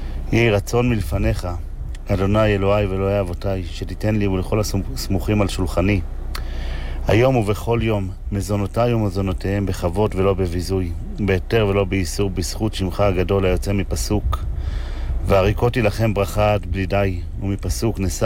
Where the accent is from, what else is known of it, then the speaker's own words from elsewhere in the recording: Safed, Northern District, Israel; בתור ילד שגדל בצפת